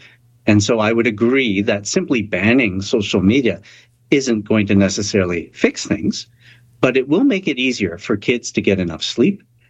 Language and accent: English; Canada; But if I were to speak as a Canadian, it is best if we rein this in.